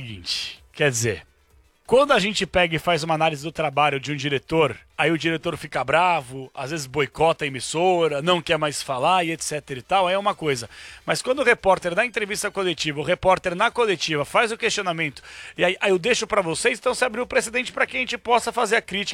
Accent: Brazil; A gente é brasileira tudo, concorda comigo ou não?

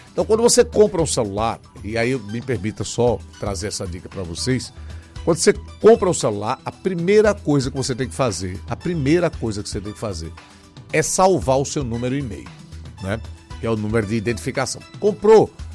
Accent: Maceió, Alagoas, Brazil; born there; Se eu pudesse escolher qualquer lugar do mundo para nascer, eu escolheria Maceió de novo. Eu amo a minha terra.

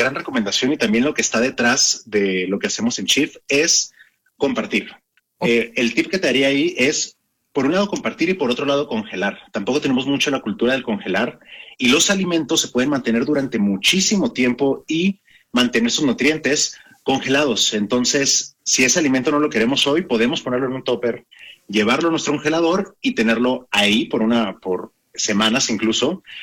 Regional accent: Mexico; siendo mexicano

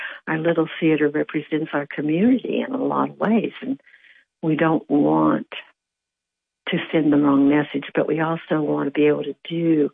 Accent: West Virginia, United States; I grew up in West Virginia.

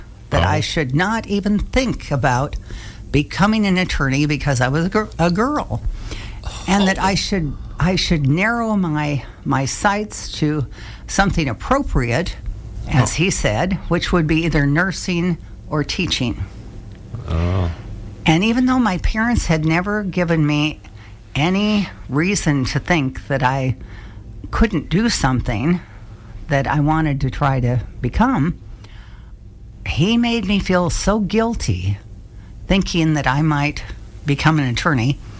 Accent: Aberdeen, South Dakota, United States; also born or lived in Brookings; And then we moved to Aberdeen, South Dakota, and that's where I grew up. I graduated from high school there

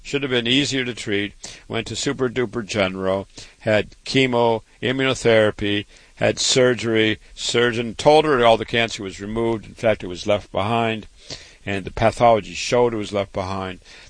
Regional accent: Waterloo, Iowa, United States; I was born and raised in Waterloo, Iowa, home sweet home.

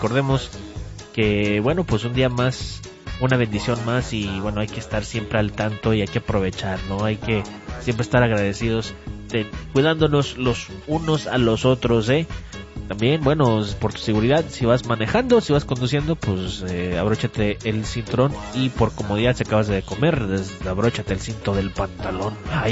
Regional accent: Monterrey, Nuevo León, Mexico; Hasta parece que saben que soy regiomontano.

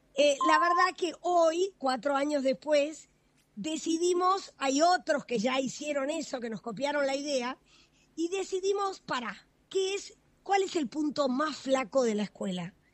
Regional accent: Argentina; tampoco quiero ser china, estoy feliz de que somos argentinos.

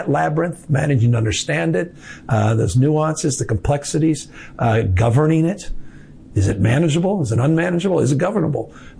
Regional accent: San Francisco, California, United States; I grew up in San Francisco and the bay and the fog.

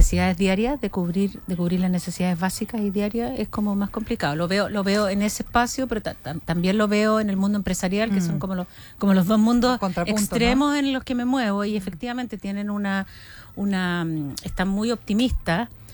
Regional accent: Chile

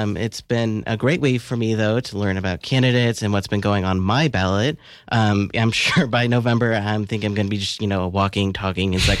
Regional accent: Colorado, United States; now in New Mexico, United States; Yeah, so I've always heard about the famous chili rivalry since I've moved here. I'm from Colorado.

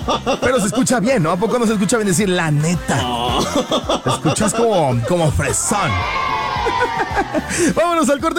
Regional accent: Mexico; Yo soy mexicano y ni yo te entendí.

